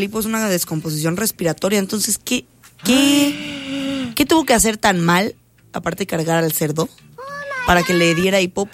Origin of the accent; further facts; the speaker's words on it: Mexico; Es que como mexicanos no tenemos madre, ¿verdad?